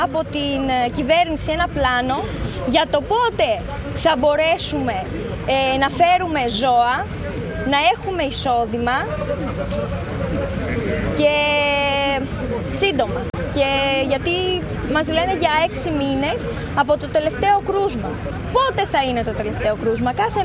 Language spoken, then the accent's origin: Greek; Almyros, Thessaly, Greece; και είμαι κτηνοτρόφος από τον Αλμυρό Μαγνησίας.